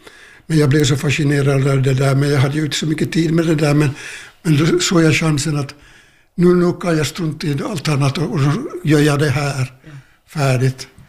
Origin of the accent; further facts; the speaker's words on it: Jeppo, Ostrobothnia, Finland; Jag är inte uppväxt i Växala utan i Jeppo, men båda mina föräldrar var hemifrån från Växala.